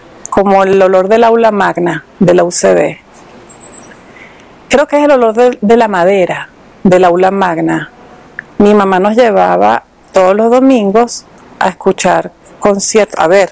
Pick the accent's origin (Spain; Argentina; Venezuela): Venezuela; Yo siempre digo que estoy picada por la mitad, porque soy y me siento tanto iraquí como venezolana. Amo a Venezuela y a Irak de maneras compartidas, es 50-50. No he vivido en Irak, he ido dos veces